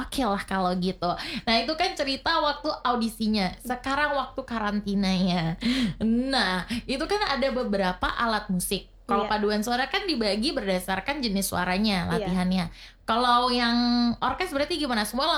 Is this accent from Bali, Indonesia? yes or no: no; West Nusa Tenggara, Indonesia; sebagai anak NTB